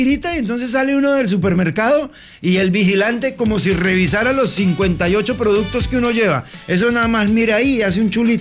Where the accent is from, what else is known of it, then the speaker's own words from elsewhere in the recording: San Gil, Santander, Colombia; moved away; Hablo de donde yo crecí en San Gil, que es el primer sitio donde yo me presenté en un escenario cuando yo tenía 5 años de edad.